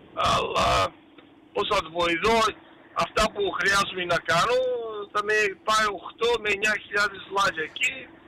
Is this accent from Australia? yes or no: yes; Victoria, Australia; Γιατί εγώ μεγάλωσα στο Σάντσον, δεν έλεγα Σάντσον, έλεγα από Μέλβον.